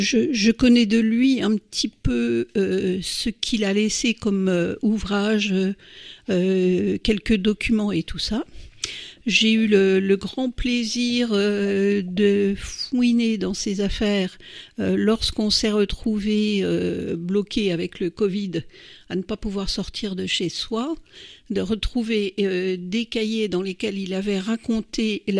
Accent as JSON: {"language": "French", "town": "Briey", "region": "Grand Est", "country": "France", "tie": "born there", "said": "je suis né à Briey d'un papa qui était né dans les Vosges"}